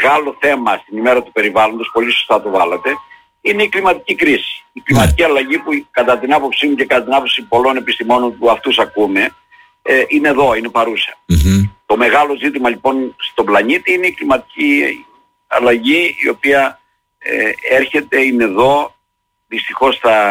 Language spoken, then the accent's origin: Greek; Perachori, Crete, Greece; Ναι, στο χωριό μου το λένε έτσι. Ειδικά στο Περαχωρί.